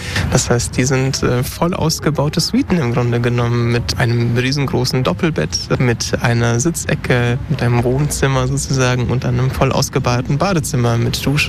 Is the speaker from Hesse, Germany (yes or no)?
no; Volkach, Bavaria, Germany; Und bei uns in Volkach an der Mainschleife und dieser Region, so im Umkreis von Kitzingen, 10, 15 Kilometer, ist natürlich auch die Region, die sämtliche Hitzerekorde in Deutschland aufstellt.